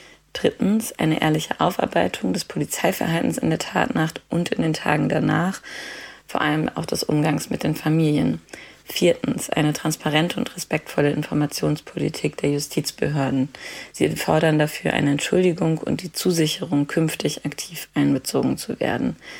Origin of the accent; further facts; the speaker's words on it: Berlin, Germany; Wir als Berliner in die Reisen am Mittwoch, den 22. Juli 2026, also am Tag der Tat, gemeinsam nach München.